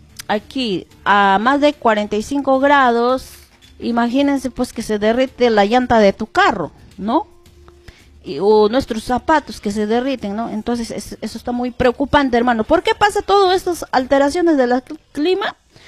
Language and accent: Spanish; Peru; si nosotros como peruanos